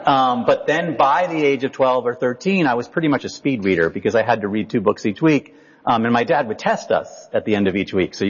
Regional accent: Princeton, New Jersey, United States; born there; I was born in Princeton, New Jersey.

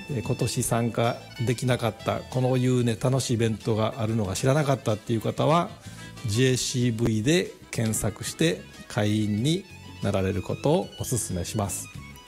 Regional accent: Kansai, Japan; now in Victoria, Canada; 私は関西人の出身なので

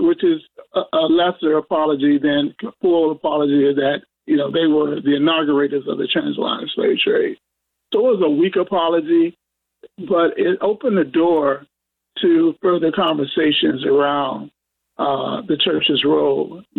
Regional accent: Chicago, Illinois, United States; the Pope is from Chicago, I'm from Chicago, the Chicago connection

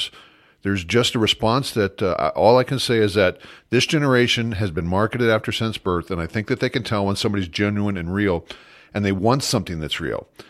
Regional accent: United States; I'm an American. I was raised in the church.

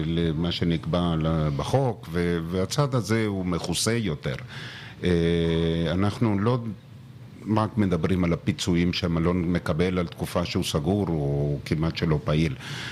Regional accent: Neve Ilan, Jerusalem District, Israel; now in Kiryat Shmona, Israel; נווה אילן.

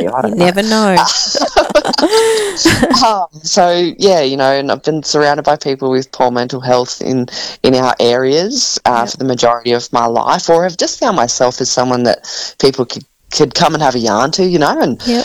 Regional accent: Junee, New South Wales, Australia; moved away; I was originally from Junine.

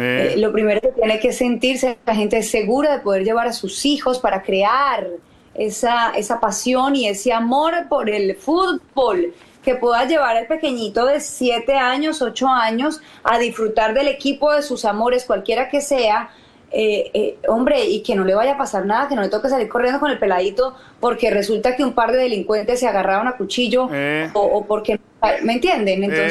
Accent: Colombia; nosotros en Colombia no tenemos cultura deportiva

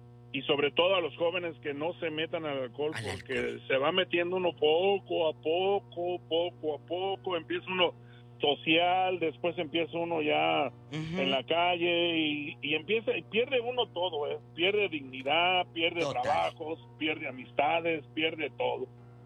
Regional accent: Morelia, Michoacán, Mexico; yo era un borracho allá en Morelia, de donde yo soy de Morelia

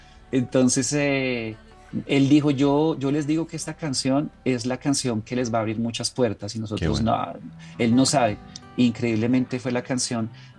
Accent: Bogotá, Colombia; Porque acá, como bogotanos, pues imagínate, ya hemos grabado como 15 videos en La Candelaria, otros 10 videos en el Neusa

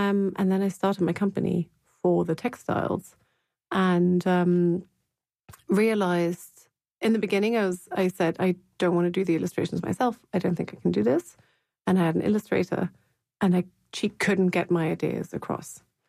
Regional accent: Hamburg, Germany; English is a second language; the flat that I grew up in Hamburg had, you know, it evolved, obviously.

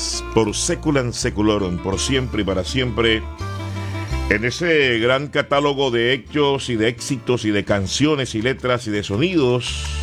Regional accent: Colombia; lo aguerrido que somos los colombianos.

